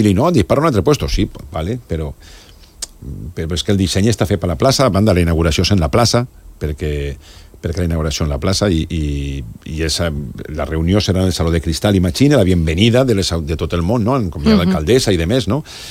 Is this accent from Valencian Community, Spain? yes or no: yes; Valencian Community, Spain; com a valencià